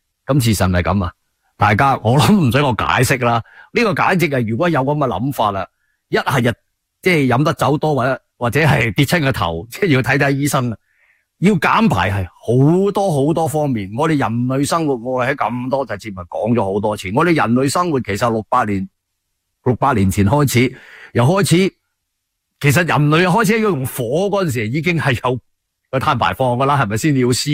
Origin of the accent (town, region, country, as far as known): Canada